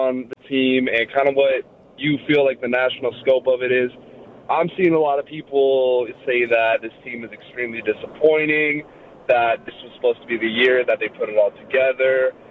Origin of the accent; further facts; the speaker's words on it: San Diego, California, United States; I'm from San Diego